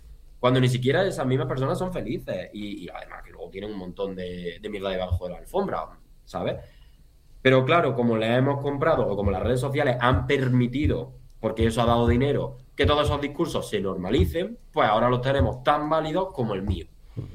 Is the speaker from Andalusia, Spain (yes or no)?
yes; Andalusia, Spain; also born or lived in South Korea; now in Brussels, Belgium; Sobre todo en Andalucía, que somos...